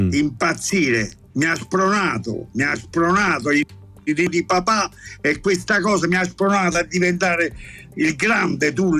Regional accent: Naples, Campania, Italy; accent: Neapolitan; Quando io penso qualcosa, io penso in napoletano. Sempre. E per non perdere l'accento, mi metto davanti allo specchio e parlo in dialetto.

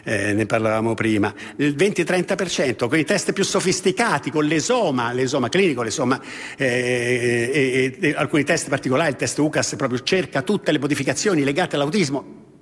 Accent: Rome, Lazio, Italy; essendo romano

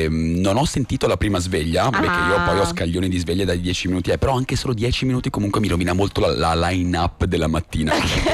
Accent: Milan, Lombardy, Italy; io essendo milanese quindi conosco molto bene i ritmi di Milano

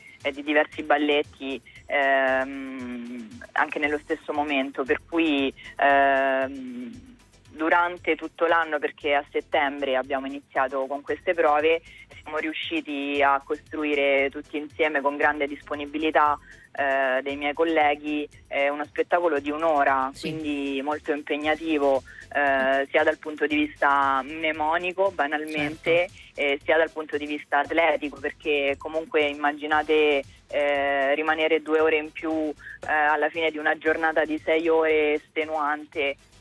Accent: Rieti, Lazio, Italy; moved away; la mia città natale, Rieti

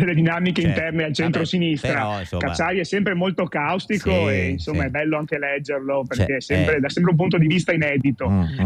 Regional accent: Venice, Veneto, Italy; Io sono nato e cresciuto a Marghera, che è un quartiere popoloso della terraferma veneziana con tante contraddizioni

